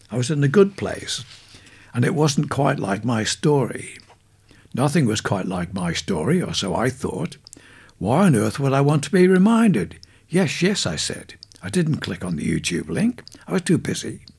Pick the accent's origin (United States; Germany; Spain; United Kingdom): United Kingdom; Leeds, Yorkshire and the Humber; On the street where I grew up in Hyde Park, Leeds, there was a women's refuge.